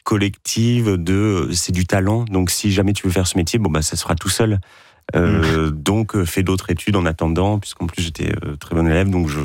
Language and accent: French; Grand Est, France; born there; dans une école primaire de Lorraine